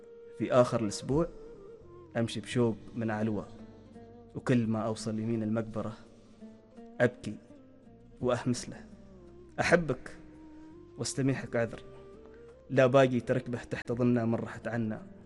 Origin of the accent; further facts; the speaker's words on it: Oman; عندنا في سلطنة عمان